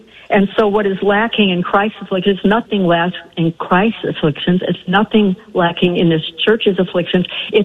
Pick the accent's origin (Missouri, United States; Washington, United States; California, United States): Missouri, United States; St. Louis; now in Kansas City, United States